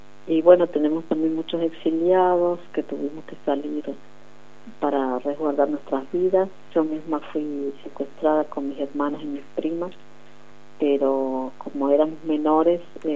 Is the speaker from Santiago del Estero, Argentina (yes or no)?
yes; Santiago del Estero, Argentina; born there; cómo es que mi padre empezó en Santiago del Estero, nacimos en Santiago del Ester